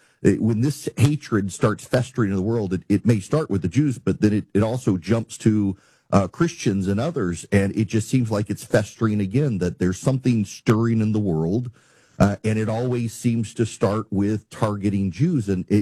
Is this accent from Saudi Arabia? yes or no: no; Dubai, United Arab Emirates; I grew up in Dubai, and I remember as a kid, all of our textbooks, anything that referenced Israel was either redacted or ripped out.